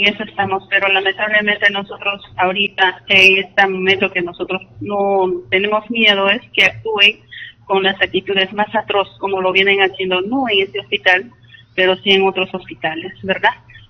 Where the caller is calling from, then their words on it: Chinchao District, Huánuco, Peru; Nosotros venimos del distrito de Chinchao.